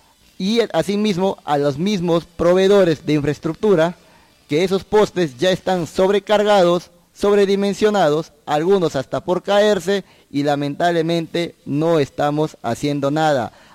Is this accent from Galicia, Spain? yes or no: no; La Rioja, Spain; manchando una imagen que todos nosotros como riojanos queremos constru